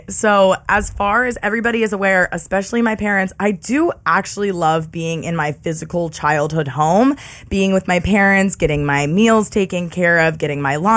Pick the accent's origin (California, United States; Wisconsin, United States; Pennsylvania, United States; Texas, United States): Pennsylvania, United States; Pittsburgh; which I'm a girl from Pittsburgh, Pennsylvania, and, you know, we just had very different walks of life